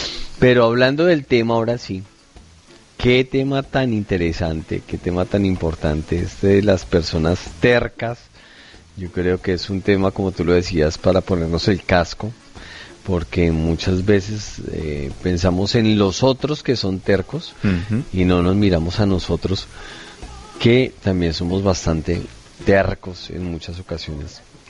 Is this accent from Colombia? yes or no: yes; Colombia; Además estuve por allá, como decimos en Colombia, de pataperro me fui al partido de Colombia a México.